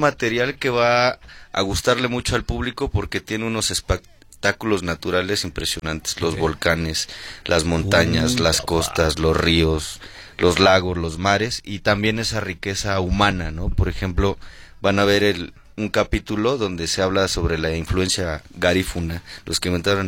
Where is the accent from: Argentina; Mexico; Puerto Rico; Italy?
Mexico; nosotros como mexicanos